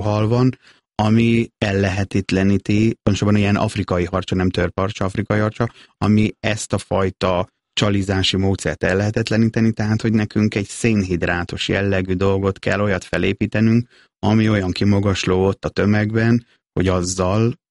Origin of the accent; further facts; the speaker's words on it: Nyíregyháza, Szabolcs-Szatmár-Bereg, Hungary; mi ott ugye nyíregyháziként Tiszalökre sokat jártunk ki